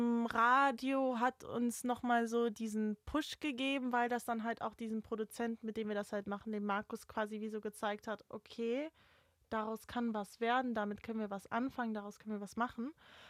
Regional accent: Switzerland; now in England, United Kingdom; ich bin ja deutsche Griechin, aufgewachsen in der Schweiz, lebe jetzt in England.

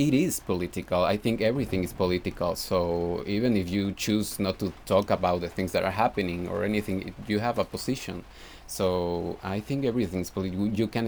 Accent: Mexico; I have an issue with the first world countries, because you know I come from Mexico

